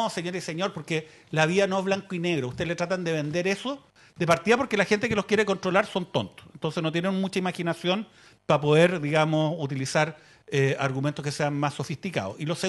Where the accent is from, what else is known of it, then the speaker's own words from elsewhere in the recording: Chile; O sea, soy verdadero chileno.